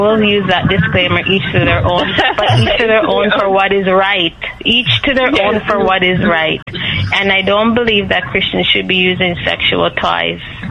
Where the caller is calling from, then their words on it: Canada; We're calling from Canada.